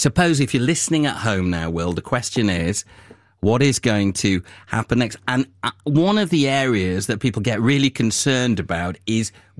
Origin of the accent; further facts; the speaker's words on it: India; But I'm also going to see some family, because, being Indian, I've got family across the world, in the US later this year.